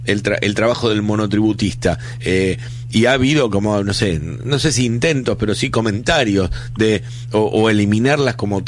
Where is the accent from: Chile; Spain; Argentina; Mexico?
Argentina; hemos ido de las AFJP, como un péndulo, como lo hacemos como argentinos más de una vez